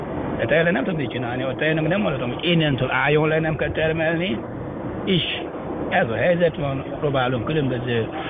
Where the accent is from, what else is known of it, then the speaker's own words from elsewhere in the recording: Mali; Hungarian is a second language; moved away as an adult; now in Hungary; mi a francia gyármat az a Mali, ahonnan jöttem Nyugat-Afrika